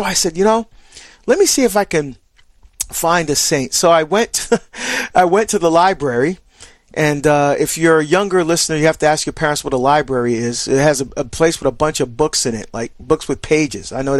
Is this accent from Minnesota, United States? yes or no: no; New Jersey, United States; see, I grew up in the Archdiocese of Newark, back in my home state of New Jersey.